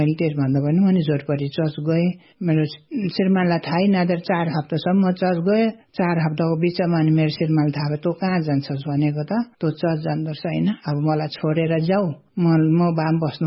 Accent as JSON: {"language": "Nepali", "area": "Sindhupalchok", "region": "Bagmati", "country": "Nepal", "tie": "born or raised there", "said": "मेरो गाउँ घर चाहिँ सिन्धुपाल्चो हो।"}